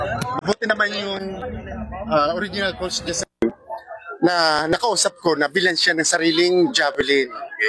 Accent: Barcelona, Bicol Region, Philippines; At saka every Saturday at saka holiday, nagtitraining kami doon sa bayan namin sa Barcelona.

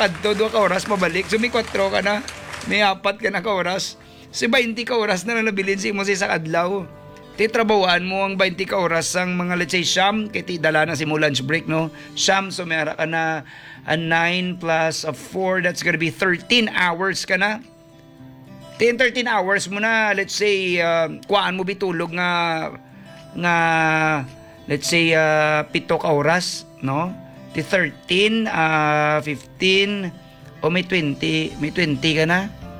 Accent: Pasay, Metro Manila, Philippines; also born or lived in Parañaque; kasi I was born in Parañaque, lumaki ako ng Pasay or Electrical Road. I'm a pure Tagalog.

